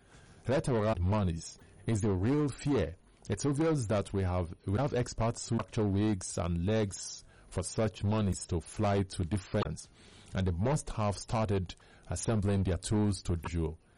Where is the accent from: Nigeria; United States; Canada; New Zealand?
Nigeria; South; I'm from South, but I don't believe in tribal.